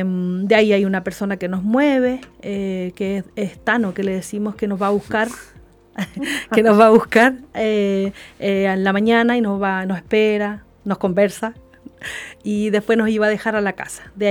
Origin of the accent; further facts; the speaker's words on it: Puerto Montt, Los Lagos, Chile; Yo soy de Puerto Montt, sí.